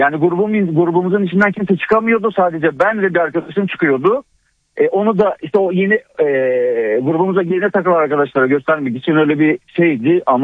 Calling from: Izmir, İzmir, Turkey; İzmir'den ikinci

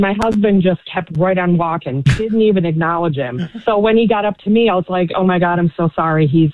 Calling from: New York, United States; I'm from Central New York.

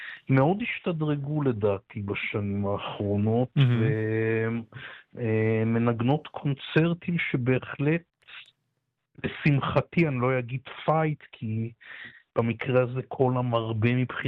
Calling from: Haifa, Haifa District, Israel; כן. אוקיי. כתבתם בחיפה.

